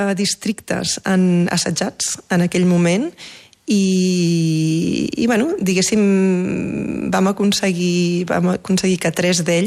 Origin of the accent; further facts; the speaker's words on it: Girona, Catalonia, Spain; born there; moved away; also born or lived in Barcelona; Vaig créixer a Barcelona i, sí. I vaig créixer a Girona.